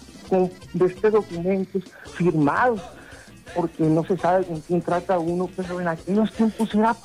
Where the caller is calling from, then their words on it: Mexico; No, nosotros somos mexicanos y decimos, yo soy mexicano y así es.